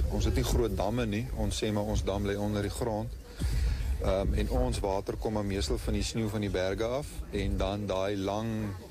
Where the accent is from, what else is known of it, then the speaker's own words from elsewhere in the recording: Northern Cape, South Africa; now in Western Cape, South Africa; So ek is oorspronklik van die Noord-Kaap. Die winters hier vir my is maar baie swaar omdat dit so koud en nat is. Daarbo is dit meer woestynklimaat waar dit bietjie weer meer droër is.